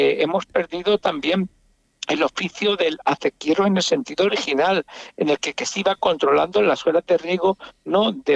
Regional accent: Region of Murcia, Spain; Somos la huerta de Europa en Murcia.

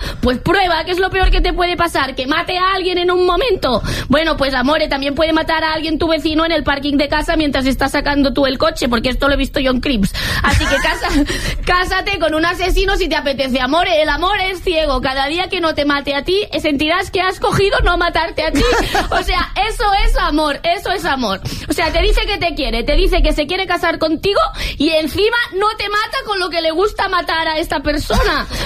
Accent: Andalusia, Spain; Aquí sí que soy andaluza.

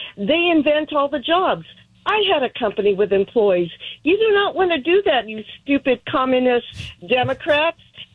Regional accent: Los Angeles, California, United States; We love California. I was born and raised in East L.A. I grew up in Central L.A. And as a proud Latina and a wonderful American citizen that I am

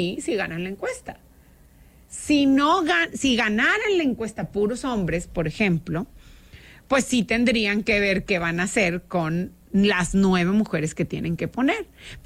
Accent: Nuevo León, Mexico; yo soy de la generación, y yo creo que tú también, aunque lo niegues, que vivimos libertad en Nuevo León.

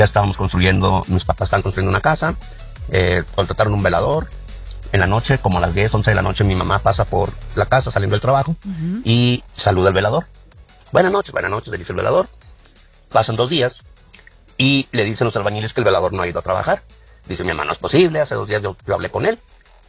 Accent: Saltillo, Coahuila, Mexico; Hola, buenos días … de Saltillo, Coahuila, saludos, plan, saludos, güero.

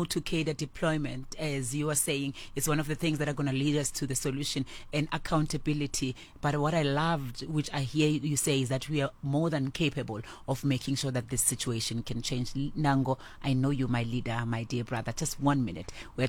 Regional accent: South Africa; As a South African woman

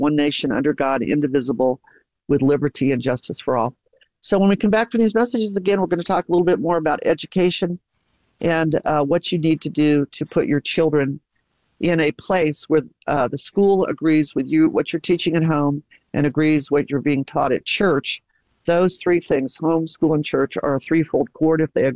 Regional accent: Massachusetts, United States; born there; I have a hard time saying R-O-O-F because I was born in Massachusetts.

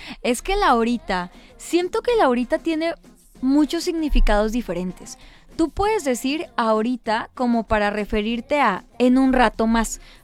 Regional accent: Mexico

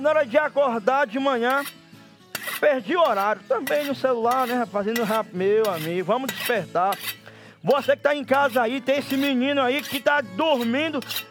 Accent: Belo Horizonte, Minas Gerais, Brazil; now in Atibaia, Brazil; Sou mineira de Belo Horizonte e moro em Atibaia.

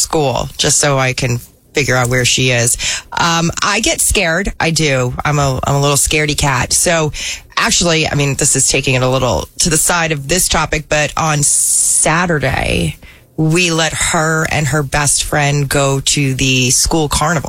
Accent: New Jersey, United States; born or raised there

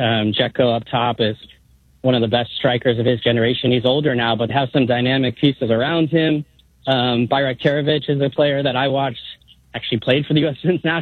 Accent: Bay Area, California, United States; now in Brooklyn, United States; I live here in Brooklyn. I'm from the Bay Area.

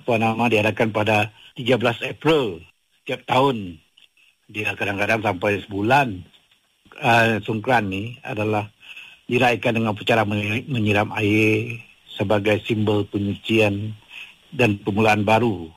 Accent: Padang Serai, Kedah, Malaysia; Saya berasal daripada Kampung Alak Madu, Sidam Kiri, Padang Serai, Kedah. Asal usul saya adalah daripada Kampung Nakal, Padang Terap, Kedah.

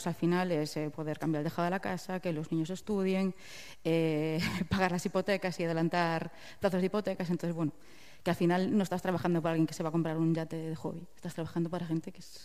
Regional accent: Vilagarcía de Arousa, Galicia, Spain; Tenemos el referente de donde yo soy, de Vila García de Arousa, y...

